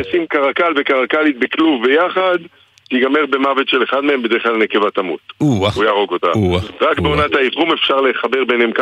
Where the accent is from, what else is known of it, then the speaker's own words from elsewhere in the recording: Tel Aviv, Tel Aviv District, Israel; שהייתי בן 6 בערך, גרתי ברחוב דיזינגוף, אמא שלי עדיין גרה באותה דירה, בדיזינגוף 34, זה ליד הבימה, שם גדלתי